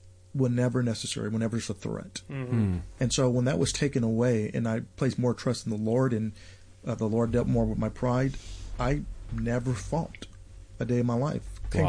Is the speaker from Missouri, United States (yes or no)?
yes; St. Louis, Missouri, United States; so I grew up in North St. Louis, and one of those towns where it was an old German town called Baden, you know.